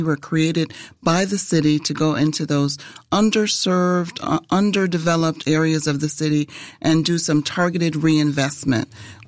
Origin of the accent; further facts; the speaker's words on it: Jamaica; moved away as an adult; also born or lived in New York; now in Fort Myers, United States; Okay, so I've been at Fort Myers for about 36 years. I came here via New York. I'm originally from Jamaica. And when I moved here with my three children in 1990, we loved it.